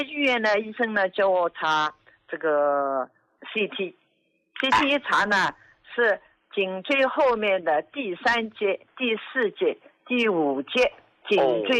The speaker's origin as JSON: {"language": "Chinese", "region": "Jiangsu", "country": "China", "said": "我今年73岁、"}